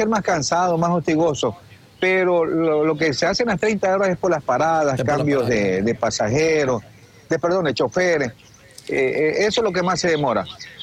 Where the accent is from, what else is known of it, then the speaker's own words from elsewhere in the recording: Ecuador; ya como todo ecuatoriano hay que darle ese ánimo a la selección y todo.